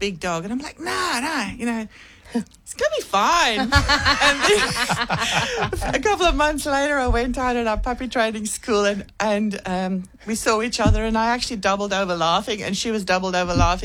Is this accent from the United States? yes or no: no; South Africa; now in Australia; And as a South African, the elephant walking across I feel like...